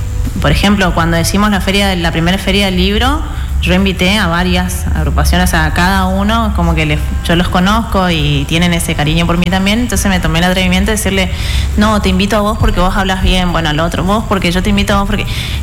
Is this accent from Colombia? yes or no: no; Argentina